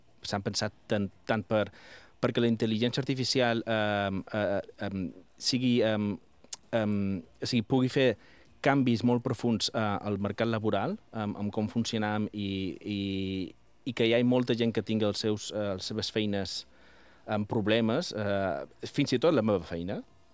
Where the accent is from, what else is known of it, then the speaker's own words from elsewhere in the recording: Palma, Balearic Islands, Spain; moved away as an adult; also born or lived in Barcelona / Washington; now in London, United Kingdom; Sí, som de Palma, sí.